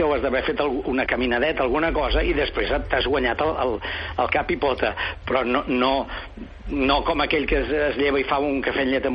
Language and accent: Catalan; Barcelona, Catalonia, Spain; com que jo sóc de Sants, el reivindico